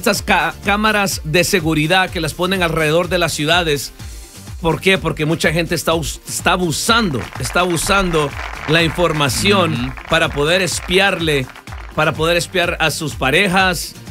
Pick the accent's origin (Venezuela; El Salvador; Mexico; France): El Salvador; moved away; growing up, me acuerdo en El Salvador, de donde soy yo